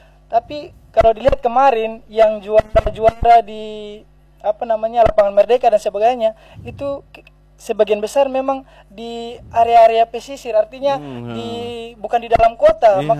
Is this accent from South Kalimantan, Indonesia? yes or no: no; Maluku, Indonesia; identitas kita sebagai warga Maluku.